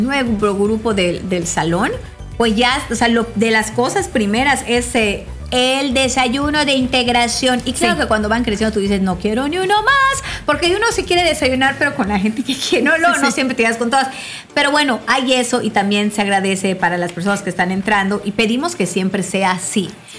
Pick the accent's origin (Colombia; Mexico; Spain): Mexico; algo que es como muy, muy de mexicanos es que sí, somos como muy molocheros.